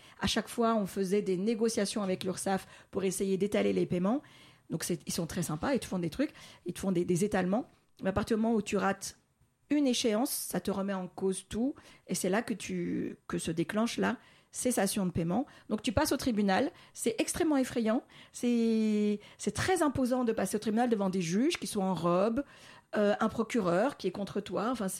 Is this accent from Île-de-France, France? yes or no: yes; Île-de-France, France; also born or lived in Algeria; now in Issy-les-Moulineaux, France; Non, je suis née en Algérie. Je suis arrivée en France toute petite. Et j'ai grandi principalement dans les Hauts-de-Seine, plutôt dans des quartiers populaires.